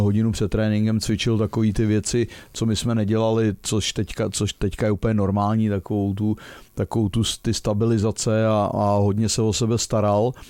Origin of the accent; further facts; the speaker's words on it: Pilsen, Plzeň Region, Czechia; No, my jsme třeba z Plzní